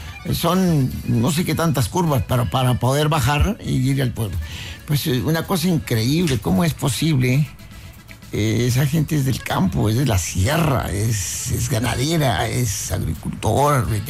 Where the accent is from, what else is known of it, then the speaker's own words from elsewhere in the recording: Nuevo Progreso, Tamaulipas, Mexico; Yo soy nacido en Veracruz y Progreso, Tamaulipas.